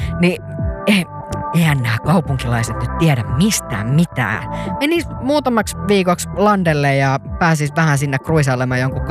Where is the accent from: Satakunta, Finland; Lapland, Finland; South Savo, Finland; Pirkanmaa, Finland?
Satakunta, Finland; Pori; tuolla esimerkiksi kotikaupungissani Porissa mopoautot elää ja voi hyvin.